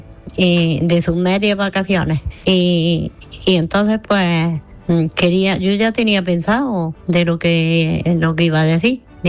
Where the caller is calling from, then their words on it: Granada, Andalusia, Spain; de Granada.